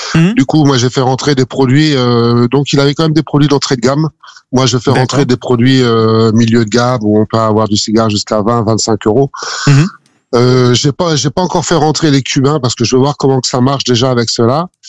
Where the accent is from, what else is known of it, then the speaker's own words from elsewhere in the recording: Normandy, France; also born or lived in Brittany; now in Talais, France; je suis normand, mais on a vécu en Bretagne, ouais, pendant qu'on gérait l'hôtel. Ouais. Et après, on est venu dans la région